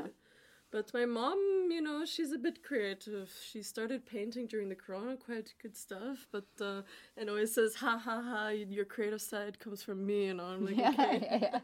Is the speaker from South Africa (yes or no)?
no; Canada; oh, where are you from? Oh yeah, I'm Canadian. Oh no, where are you actually? I'm Kurdish.